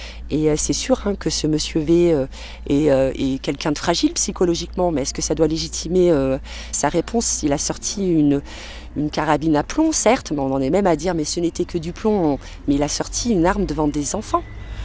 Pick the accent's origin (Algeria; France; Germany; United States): France; Espaly-Saint-Marcel, Auvergne-Rhône-Alpes; born or raised there; now in Le Puy-en-Velay, France